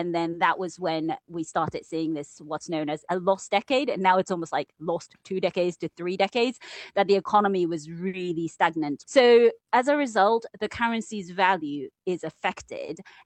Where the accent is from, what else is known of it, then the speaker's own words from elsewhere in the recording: Japan; for listeners out there who want to visit my home country, it's great for you because everything is so cheap.